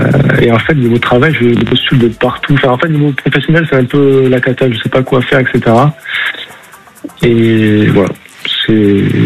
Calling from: Occitanie, France; Je suis à côté de Montpellier.

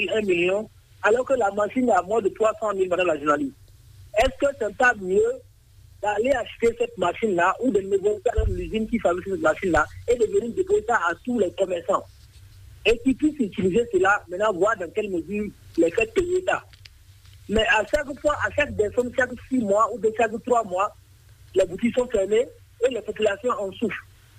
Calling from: Kandi, Alibori, Benin; Je vous appelle depuis Candy dans la Libourie.

